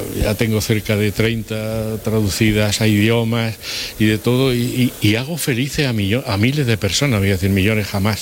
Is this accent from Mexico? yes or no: no; Úbeda, Andalusia, Spain; los que somos de Úbeda no sé lo que nos pasa. Tenemos una raíz muy fuerte.